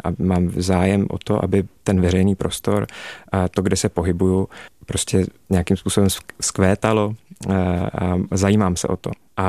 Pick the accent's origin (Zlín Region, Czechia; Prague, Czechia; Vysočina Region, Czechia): Zlín Region, Czechia; Zlín; v tom, že jsem prostě ze Zlína, že mám vazbu na to místo a vím, na co můžu být hrdý.